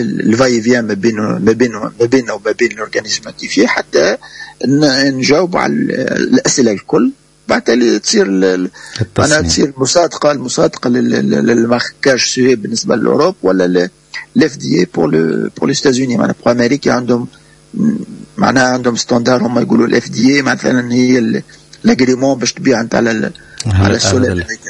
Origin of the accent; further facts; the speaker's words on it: Tunisia; moved away; أنا الوحيد تونسي